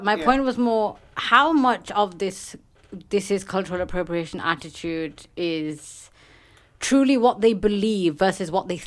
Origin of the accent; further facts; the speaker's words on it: United Kingdom; we make this whole thing as British Asians